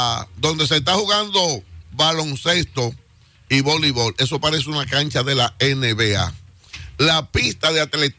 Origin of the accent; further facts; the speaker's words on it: Dominican Republic; estoy muy contento como dominicano.